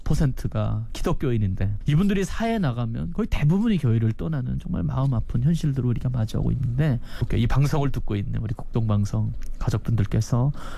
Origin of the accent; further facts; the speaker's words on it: North Korea; now in South Korea; 북한에서 살다가 여기에 와서 대한민국에 와서 예수님을 만난 우리 탈북민 고향 사람들이